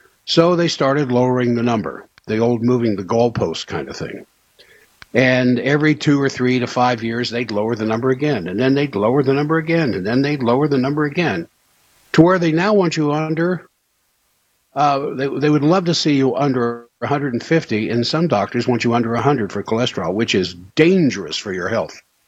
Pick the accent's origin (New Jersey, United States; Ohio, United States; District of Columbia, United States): District of Columbia, United States; Washington; now in Salt Lake City, United States; I grew up in Washington, D.C., came out west to go to school, and discovered the West.